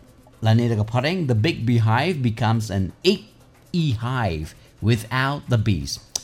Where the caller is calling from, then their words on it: Umsning, Meghalaya, India; from Umsning. This is my first time ever to interact with All India Radio.